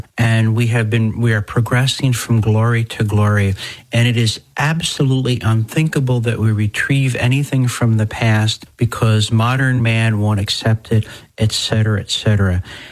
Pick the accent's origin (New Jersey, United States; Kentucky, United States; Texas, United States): New Jersey, United States; now in Buffalo, United States; I grew up in New Jersey